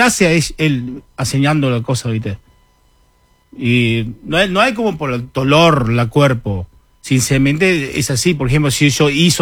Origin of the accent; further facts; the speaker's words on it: Uruguay; Y en Uruguay hay muchas cosas, como yo digo, yo soy uruguayo